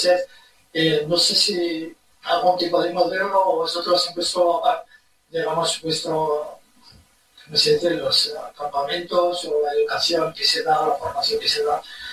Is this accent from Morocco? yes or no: yes; Rif, Morocco; moved away; soy del norte, de Rif, especialmente, soy de la zona de Rif y de Refino, de Isa.